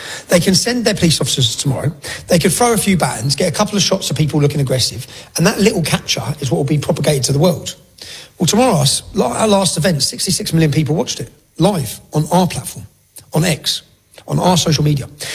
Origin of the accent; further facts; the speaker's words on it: Luton, East of England, United Kingdom; No, my hometown, Luton, was the home of Vauxhalls. It employed 30,000 people. It's gone. My dad worked there.